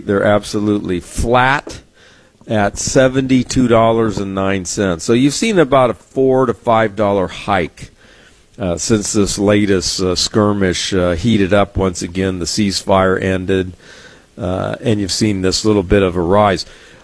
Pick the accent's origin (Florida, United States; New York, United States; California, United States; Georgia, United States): California, United States; San Diego; I grew up fishing in San Diego Bay and Mission Bay